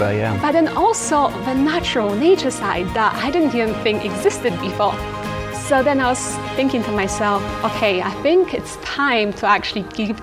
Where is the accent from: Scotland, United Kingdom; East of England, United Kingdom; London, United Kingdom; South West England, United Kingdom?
East of England, United Kingdom; I'm from Hertfordshire.